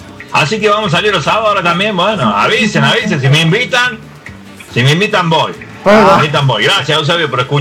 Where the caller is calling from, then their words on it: Córdoba, Argentina; Lo estoy escuchando acá en Barrio General Busto